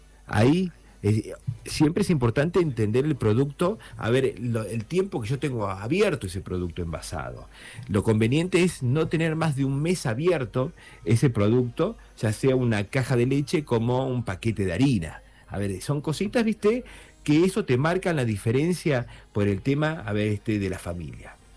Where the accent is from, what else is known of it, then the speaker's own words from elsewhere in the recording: Argentina; parece que no aprendemos como buenos argentinos y argentinas